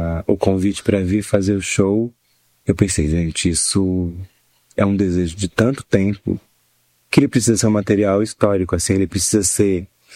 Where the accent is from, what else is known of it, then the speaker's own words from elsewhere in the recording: Brazil; Eu sou brasileira